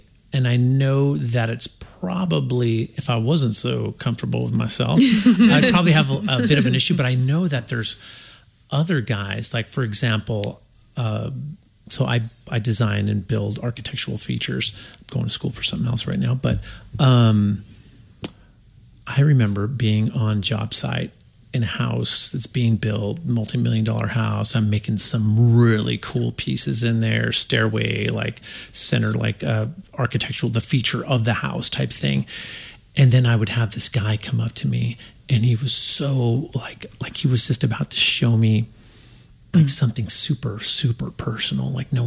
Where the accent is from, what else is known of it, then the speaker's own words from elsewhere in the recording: Los Angeles, California, United States; moved away; I grew up in Los Angeles